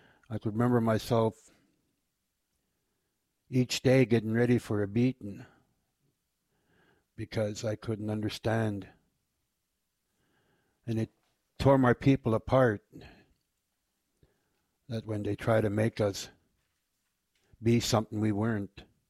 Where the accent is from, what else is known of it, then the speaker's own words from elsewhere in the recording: Fredericton, New Brunswick, Canada; I'm born and raised on the St. John River in the city of Fredericton, the province of New Brunswick, Canada, and I lived here all my life on a reservation.